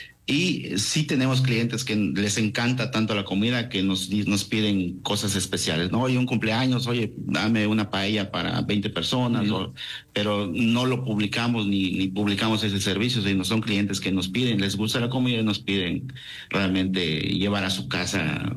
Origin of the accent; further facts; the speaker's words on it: Isla Arena, Campeche, Mexico; moved away; Somos de Isla Arena, Campeche. Realmente somos campechanos, somos originarios de allá, crecimos en el mar y traemos el gusto por los mariscos y el mar.